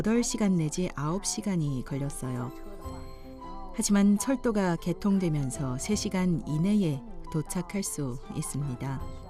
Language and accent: Korean; Yunnan, China; 저의 고향은 시쑨반나입니다.